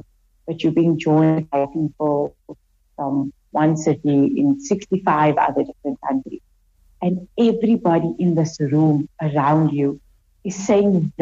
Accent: South Africa; born there; as a born free South African

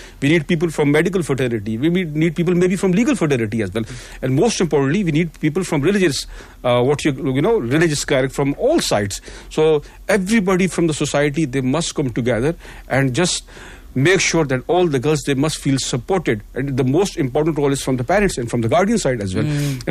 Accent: South Africa; And us as South African, we'll be so proud to present a project to rest of the African countries as well

